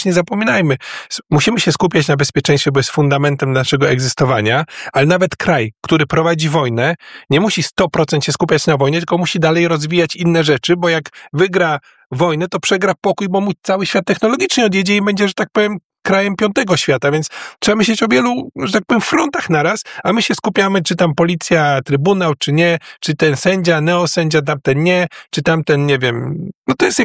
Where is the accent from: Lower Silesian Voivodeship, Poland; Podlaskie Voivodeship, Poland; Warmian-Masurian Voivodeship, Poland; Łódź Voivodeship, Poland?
Warmian-Masurian Voivodeship, Poland; Orneta; No, ja pochodzę z Ornety